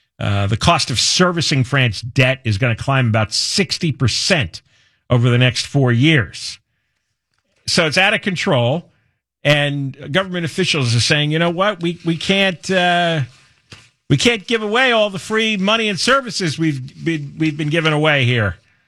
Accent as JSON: {"language": "English", "region": "California", "country": "United States", "said": "They didn't know I was from California."}